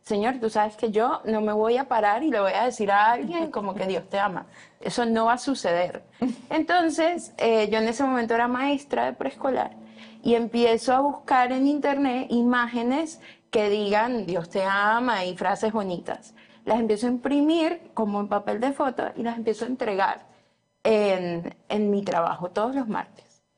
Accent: Venezuela; now in United States; también soy venezolana, llevo 10 años aquí en Estados Unidos.

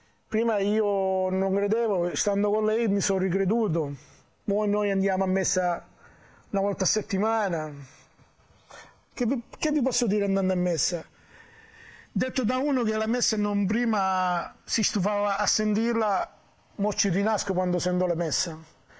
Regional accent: Catania, Sicily, Italy; moved away as an adult; now in Comunanza, Italy; vengo da Catania, un paese che si chiama Grano sotto le pendici dell'Etna. Da circa 11-12 anni mi sono trasferito nelle Marche, in un paese che si chiama Comunanza.

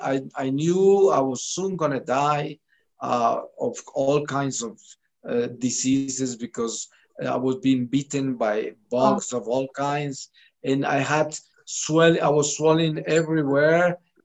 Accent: Colombia; I was driving at midnight into a coffee ranch plantation of one of my uncles in my hometown. And I was surprised by the rebels of the Colombian Revolutionary Army called FARC.

